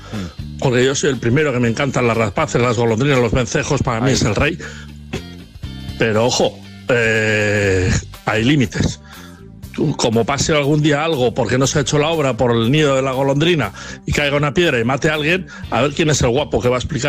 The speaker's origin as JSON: {"language": "Spanish", "town": "San Sebastián", "region": "Basque Country", "country": "Spain"}